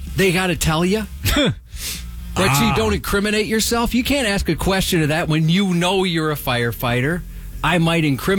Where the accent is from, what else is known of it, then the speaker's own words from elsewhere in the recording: Minneapolis, Minnesota, United States; I grew up in Minneapolis